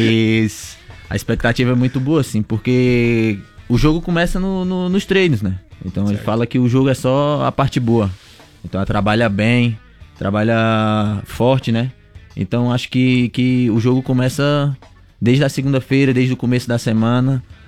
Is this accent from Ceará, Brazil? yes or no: yes; Ceará, Brazil; also born or lived in Rio Grande do Sul / Paraná; now in Santa Catarina, Brazil; Sim, sou do Ceará. Já rodei bem aqui no Rio Grande do Sul, no Paraná.